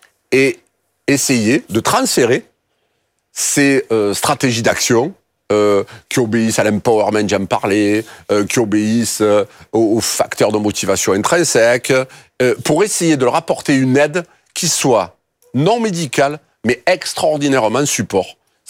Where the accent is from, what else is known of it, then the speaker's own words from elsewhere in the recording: Marseille, Provence-Alpes-Côte d'Azur, France; Il a échappé à personne que mon authenticité s'entend toujours, pique un peu les yeux, mon accent, c'est un peu l'ail. Mais en fait, c'est d'où je viens, c'est mon histoire, en fait.